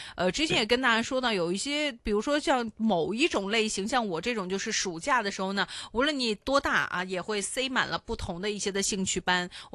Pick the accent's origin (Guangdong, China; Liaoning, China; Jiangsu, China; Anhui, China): Guangdong, China; 但是我们广东话也有，我们叫收心